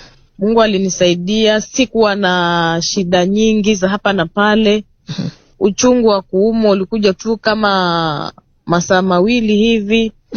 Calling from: Garsen, Tana River County, Kenya; Natokea Gariseni, eneo la Tana River, Tana Delta.

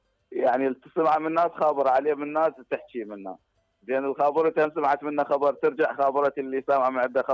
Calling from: Diwaniyah, Al-Qadisiyyah Governorate, Iraq

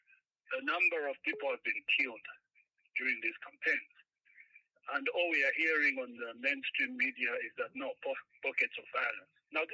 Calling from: Kitwe, Copperbelt, Zambia; I'm calling from Kitwe.

